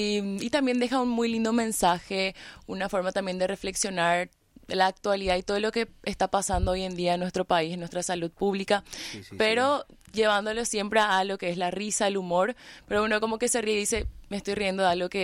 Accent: Santa Rita, Alto Paraná, Paraguay; moved away as an adult; now in Asunción, Paraguay; Yo soy oriunda de Santa Rita y hace como 3 años vine a Asunción

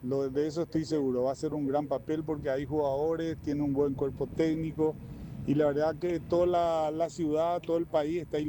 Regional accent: Paraguay

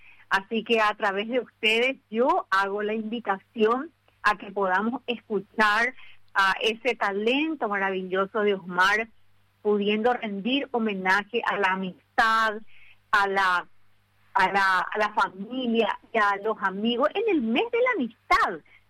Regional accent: Paraguay; born or raised there

